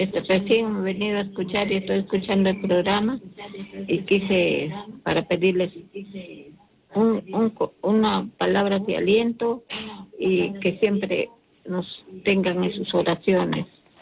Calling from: Piura, Peru

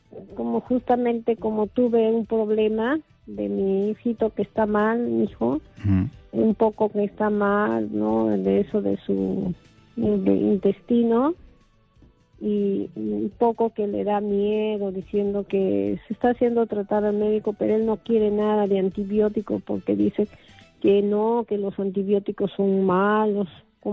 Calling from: Lima, Peru

